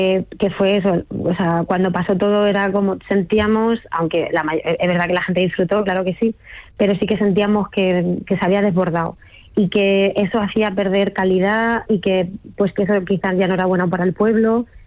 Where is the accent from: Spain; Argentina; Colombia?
Spain; Letur, Castilla-La Mancha